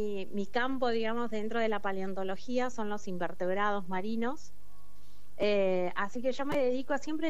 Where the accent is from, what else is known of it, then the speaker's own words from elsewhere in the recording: Ushuaia, Tierra del Fuego, Argentina; moved away as an adult; now in La Plata, Argentina; Al principio mi familia está en Ushuaia, así que yo me fui de Ushuaia a La Plata a estudiar y mi idea era estudiar biología.